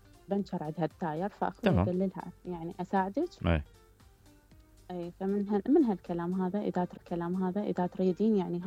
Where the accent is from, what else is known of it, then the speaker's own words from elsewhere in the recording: Iraq; بس هي المشكلة غيرتنا إحنا كعراقيين يعني نقول نساعد العالم خطير